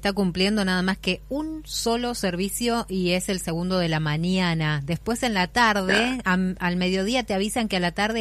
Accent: El Bolsón, Río Negro, Argentina; del Bolsón.

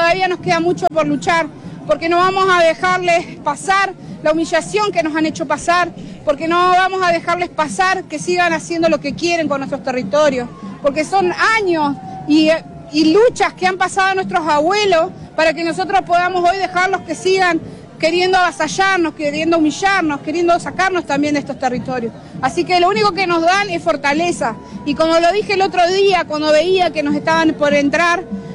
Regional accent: Argentina; Nosotros somos argentinos viviendo en estos territorios y somos mapuche

